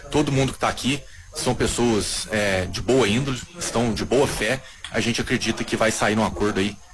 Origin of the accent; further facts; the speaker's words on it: Três Corações, Minas Gerais, Brazil; Eu sou nascido e criado em Três Corações, tenho 36 anos que eu estou aqui